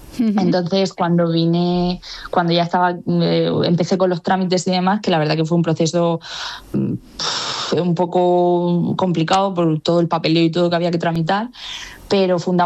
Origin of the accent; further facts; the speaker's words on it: Region of Murcia, Spain; O sea, las 11 personas que formamos parte del equipo que toman la presidencia y demás, sí que somos murcianos